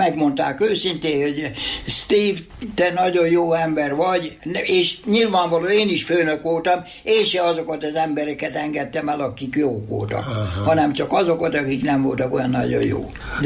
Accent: Australia; én úgy mondom, hogy mi, mert én ausztrál is vagyok, persze.

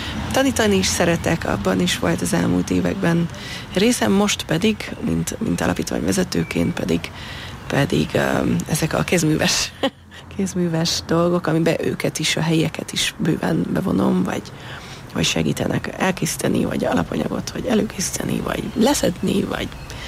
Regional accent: Budapest, Hungary; Májra Remetén nőttem föl

